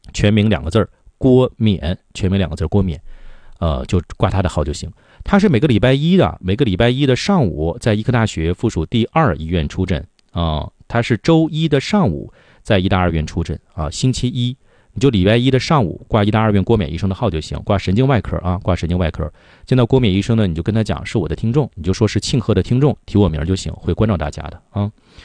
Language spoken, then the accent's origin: Chinese; Northeast China, China; accent: Northeastern Mandarin; 咱们东北话讲叫生了不添死的不去